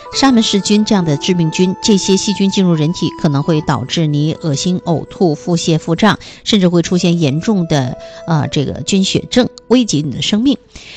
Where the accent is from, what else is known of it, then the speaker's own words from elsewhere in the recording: China; 我们中国人讲究的是民以食为天